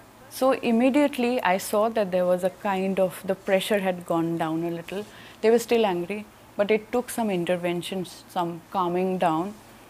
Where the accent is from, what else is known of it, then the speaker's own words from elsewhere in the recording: India; English is a second language; there is an outsider, because obviously I'm an outsider, even if I'm an Indian, you know.